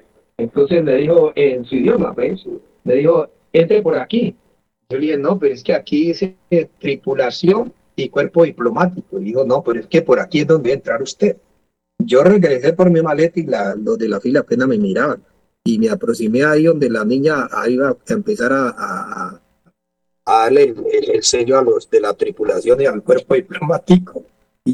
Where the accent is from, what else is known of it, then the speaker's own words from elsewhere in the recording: Colombia; Y yo también, como buen colombiano